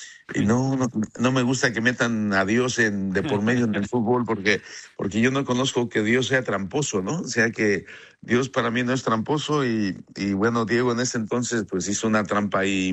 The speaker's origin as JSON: {"language": "Spanish", "country": "France"}